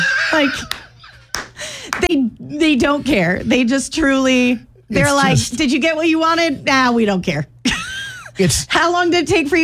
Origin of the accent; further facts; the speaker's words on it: St. Clair Shores, Michigan, United States; now in Iowa, United States; my hometown of St. Clair Shores, Michigan.